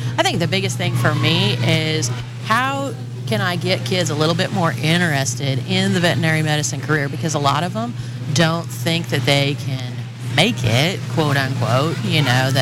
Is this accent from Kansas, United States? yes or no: yes; Wellington, Kansas, United States; born or raised there; also born or lived in Abilene